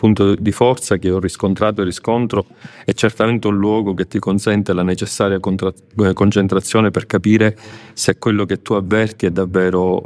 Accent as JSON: {"language": "Italian", "town": "San Giovanni Gemini", "region": "Sicily", "country": "Italy", "tie": "born or raised there", "moved": "yes", "lives_now": "Rome, Italy", "said": "io nasco a San Giovanni Gemini, che è un paese nell'entroterra agrigentino, a metà strada tra Agrigento e Palermo, quindi proprio a metà, da una famiglia semplicissima."}